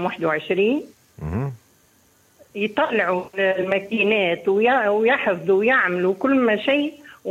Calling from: Jemmal, Monastir Governorate, Tunisia

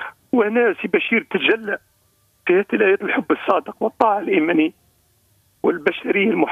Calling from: Gafsa, Gafsa Governorate, Tunisia

